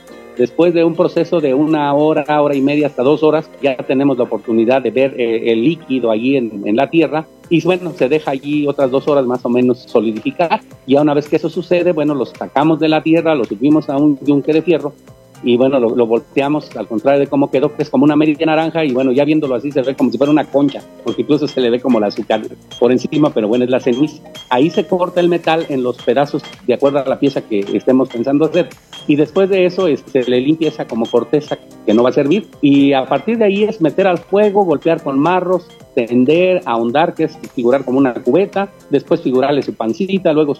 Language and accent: Spanish; Santa Clara del Cobre, Michoacán, Mexico; soy de Santa Clara de Cobre, Michoacán, el único lugar donde con orgullo enseñamos el cobre, ¿verdad? Porque es el que nos hace famosos, ¿no?, a este pueblo bello. Bueno, yo tengo casi 50 años trabajando el cobre. Es hijo